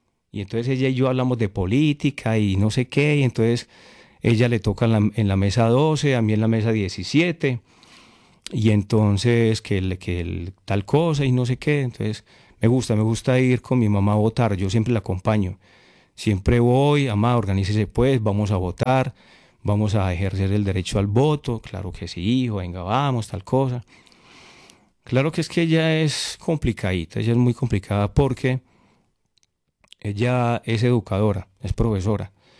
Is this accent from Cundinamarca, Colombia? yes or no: no; Concordia, Antioquia, Colombia; moved away; yo voto donde nací. Yo voto de donde soy, de mi pueblo, de Concordia. Orgulloso de ser concordiano. Yo soy de ese pueblo. De Concordia, Antioquia. Allá voto, hasta allá está mi familia.